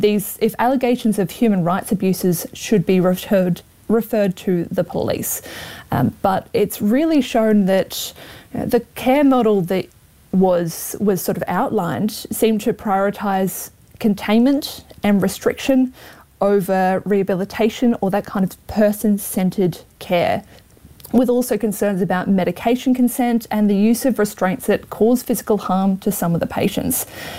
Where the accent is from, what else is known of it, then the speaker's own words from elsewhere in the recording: Australia; now in Dunedin, New Zealand; remember, I am Australian